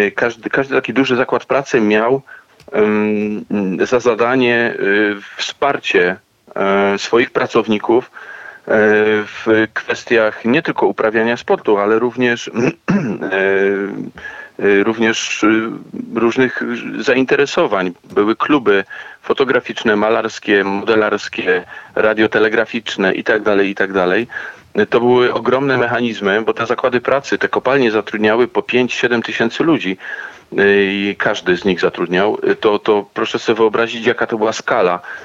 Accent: Ruda Śląska, Silesian Voivodeship, Poland; born there; first language Silesian; Polish is a second language; ja się urodziłem w Rudzie Śląskiej i tym moim pierwszym językiem serca takim jest śląski.

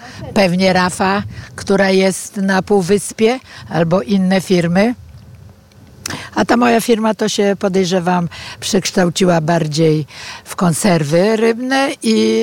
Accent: Gdynia, Pomeranian Voivodeship, Poland; born there; też się urodziłam w Gdyni. Do tej pory mieszkam w Gdyni.

